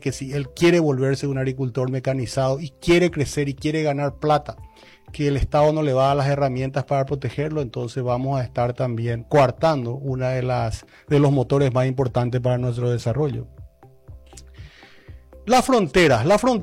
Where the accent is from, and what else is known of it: Paraguay